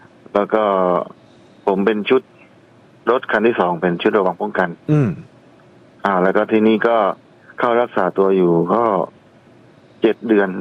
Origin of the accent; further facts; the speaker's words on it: Thung Song, Nakhon Si Thammarat, Thailand; ภูมิลำเนาเดิมผมเป็นคนทุ่งสงครับ